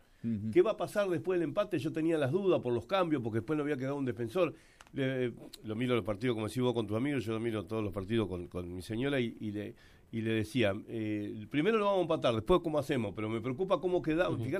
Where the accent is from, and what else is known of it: Argentina